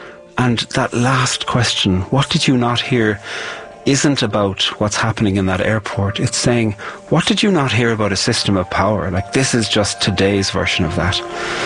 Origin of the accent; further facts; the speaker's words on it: Ireland; I'm a poet from Ireland.